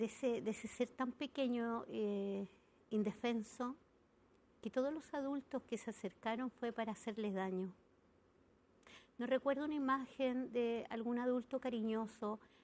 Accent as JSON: {"language": "Spanish", "town": "Parral", "region": "Maule", "country": "Chile", "tie": "born there", "moved": "yes", "lives_now": "Bajos de Mena, Puente Alto, Chile", "said": "mi lugar de origen es Parral, pero nací, me crié en Parral, me malcrié en Bajos de Mena y me transformé en Bajos de Mena. Entonces, siento que le debo mucho a mi barrio."}